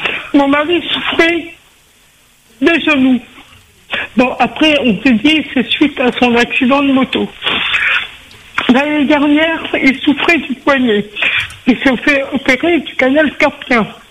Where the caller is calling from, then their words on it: Normandy, France; je suis en Normandie, on n'a pas vraiment de réseau